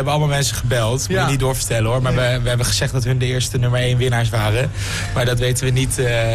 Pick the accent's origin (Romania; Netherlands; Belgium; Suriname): Netherlands; Groningen; En ik vind het leuk dat we allebei uit Groningen komen.